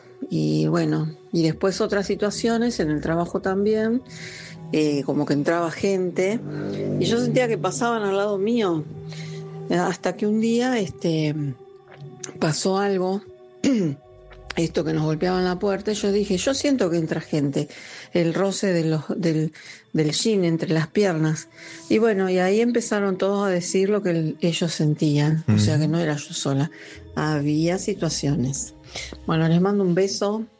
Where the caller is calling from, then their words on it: Marcos Paz, Buenos Aires Province, Argentina; de Marcos Paz.